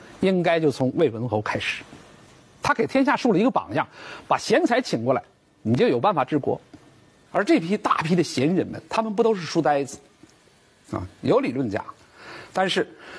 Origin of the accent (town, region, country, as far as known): China